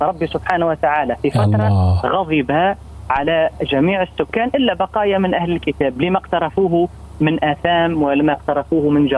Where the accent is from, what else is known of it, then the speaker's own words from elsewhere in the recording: Tunisia; بلادنا تونس